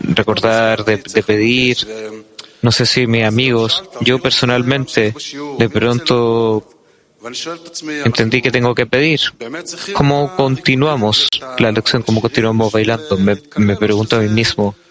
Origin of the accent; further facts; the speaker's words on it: England, United Kingdom; Spanish is a second language; Hablo hebreo, soy de Inglaterra.